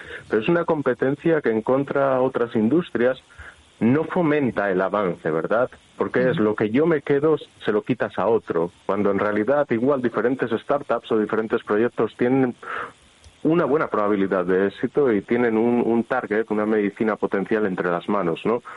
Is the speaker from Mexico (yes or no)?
no; Spain; moved away as an adult; also born or lived in Germany; cuando me fui de España en el 2000 y pico, entonces sí te diría, bueno, quizás sí, ¿no? De aquella parece que era un poco más difícil, fue cuando me fui a Alemania y cosas de estas.